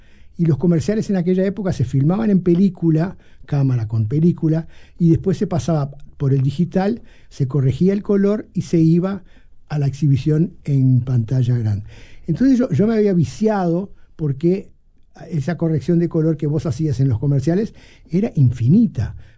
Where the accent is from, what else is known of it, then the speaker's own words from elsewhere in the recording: Uruguay; yo que soy de clase media alta uruguaya